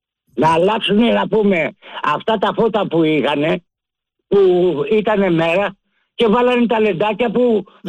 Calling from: Megalo Pefko, Attica, Greece; από το Μεγάλο Πέφκο.

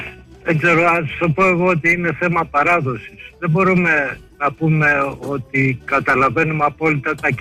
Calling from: Asprovilo, Greece; από Ασπρόβιλο.

